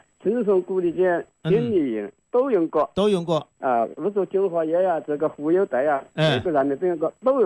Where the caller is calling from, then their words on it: Huarong, Hunan, China; 我们是湖南的。华容的，